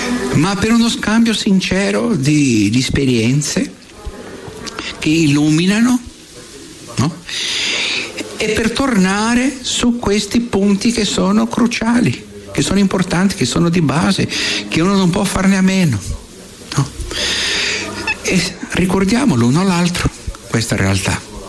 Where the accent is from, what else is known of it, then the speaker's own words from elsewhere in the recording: Brazil; Io vengo dal Brasile e ne abbiamo giù, eh?